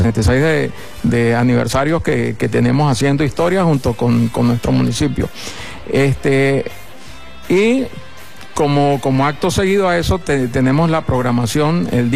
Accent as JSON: {"language": "Spanish", "town": "El Vigía", "region": "Mérida", "country": "Venezuela", "tie": "born or raised there", "said": "los que crecimos acá en el Vigía"}